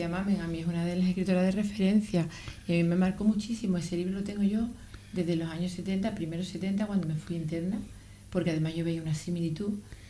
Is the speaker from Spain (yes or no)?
yes; Vélez-Málaga, Andalusia, Spain; moved away; Yo soy del pueblo de María Zambrano